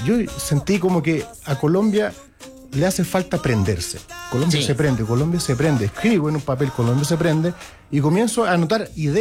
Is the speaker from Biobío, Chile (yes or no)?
no; Parral, Maule, Chile; born there; nací en Parral, al igual que Pablo Neruda, pero no soy poeta.